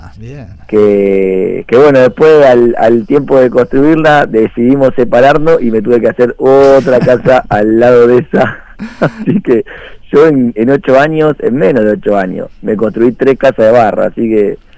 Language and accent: Spanish; Lanús, Buenos Aires Province, Argentina; also born or lived in Mar de Cobo; now in La Plata, Argentina; Yo soy de Lanús